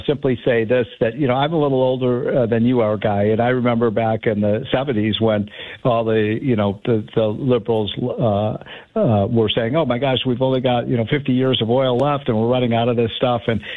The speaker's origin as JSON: {"language": "English", "region": "Illinois", "country": "United States", "said": "my home state of Illinois"}